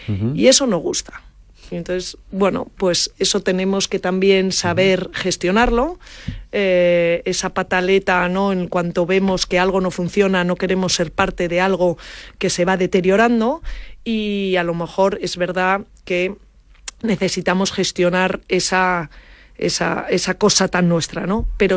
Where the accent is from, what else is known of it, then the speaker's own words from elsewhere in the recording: Asturias, Spain; Me estoy acordando ahora de una que se llama … yo soy asturiana